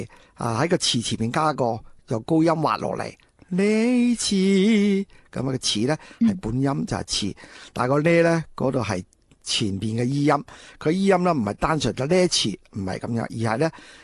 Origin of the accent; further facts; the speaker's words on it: Guangdong, China; 咁我估计广东音乐都应该有呢种我哋岭南人嘅特性喺度。